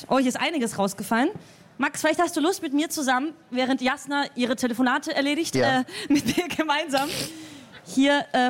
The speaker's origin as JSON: {"language": "German", "country": "Bulgaria", "said": "Komm, shit. Bin Bulgarin. Ich werde damit geboren."}